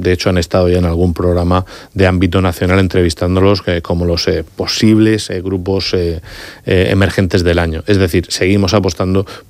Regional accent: Santomera, Region of Murcia, Spain; Yo soy un enamorado de mi pueblo, soy alcalde

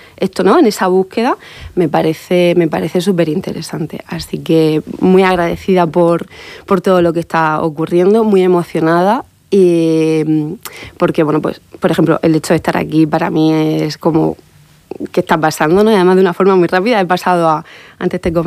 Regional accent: Murcia, Region of Murcia, Spain; soy de Murcia, me di cuenta que todos los días que transitaba mi ciudad

